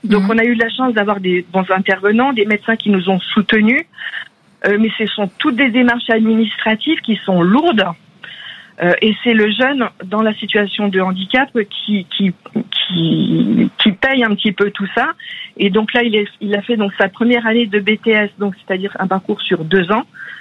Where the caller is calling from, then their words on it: Nouvelle-Aquitaine, France; j'ai une petite commune à 25 km de Pau, dans les Pyrénées-Atlantiques.